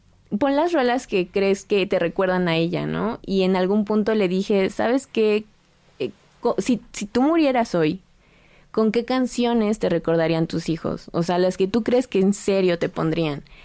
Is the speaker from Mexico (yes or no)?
yes; Nicolás Romero, State of Mexico, Mexico; había visto que él vivía antes en Atizapán, que es muy cerca de donde yo soy, de Nicolás Romero